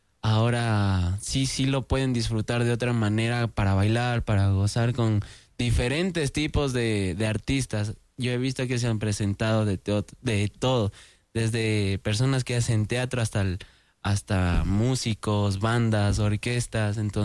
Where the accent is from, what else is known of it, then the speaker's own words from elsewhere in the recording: Ibarra, Imbabura, Ecuador; moved away as an adult; now in Quito, Ecuador; yo empecé desde los 4 años como mariachi en la ciudad de Ibarra, yo soy de Ibarra.